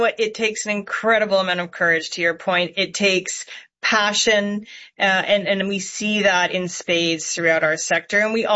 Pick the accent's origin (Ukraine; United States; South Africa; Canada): Canada; as a Canadian living our life